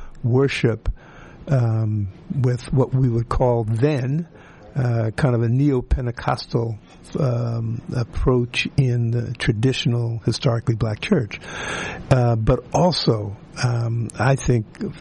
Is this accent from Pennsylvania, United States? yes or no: yes; Philadelphia, Pennsylvania, United States; In Philadelphia, absolutely, yeah.